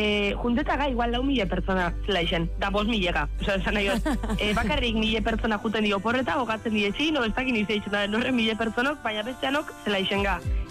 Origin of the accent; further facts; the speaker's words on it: Markina, Basque Country, Spain; normala da nik esat igual, nire herri xe da lako, baina nizako munduko jaionen adi. Eta Markine, erritxiki zeba da be